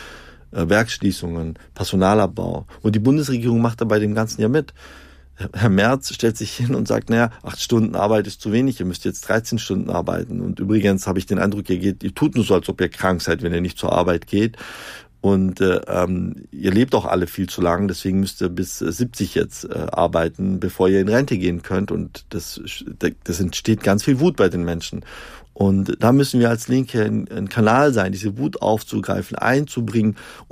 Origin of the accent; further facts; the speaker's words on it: Stuttgart, Baden-Württemberg, Germany; Ich komme ja aus Stuttgart.